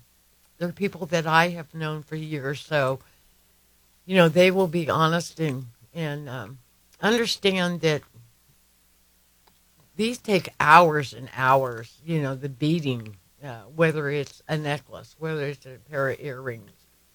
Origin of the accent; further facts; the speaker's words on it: Oklahoma, United States; I came from Oklahoma. And when I was little, we had gatherings, but they were like the neighborhood, my cousins, my aunts and uncles